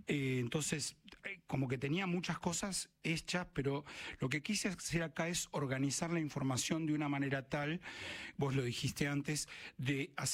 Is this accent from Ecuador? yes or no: no; Argentina; Es una gran metáfora de nuestras miserias y de nuestros problemas casi eternos, ¿no? Como argentinos, quiero decir.